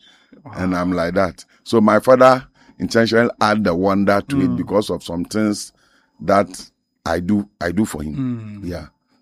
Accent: Cape Coast, Central Region, Ghana; also born or lived in Kumasi; also born from Cape Coast, but I was born in Kumasi.

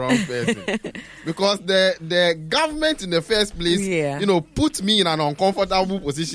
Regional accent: Ghana; But I'm a Ghanaian citizen, a patriotic one for that matter.

